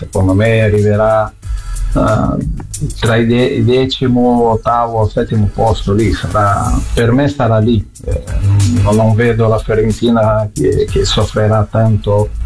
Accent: Brazil; Italian is a second language; moved away; come diciamo noi in Brasile

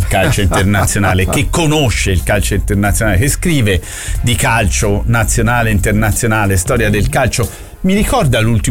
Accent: Florence, Tuscany, Italy; noi festeggiamo perché siamo della Fiorentina, siamo fiorentini per la Fiorentina

